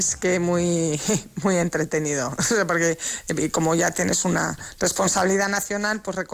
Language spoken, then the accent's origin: Spanish; Valladolid, Castile and León, Spain; me encanta venir aquí a Valladolid, a mi tierra